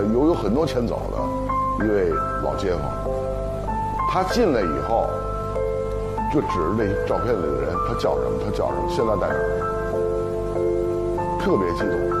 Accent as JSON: {"language": "Chinese", "region": "Beijing", "country": "China", "tie": "born or raised there", "said": "我是在这儿土生土长的，大栅栏土生土长的老北京人，在这儿开着卤煮"}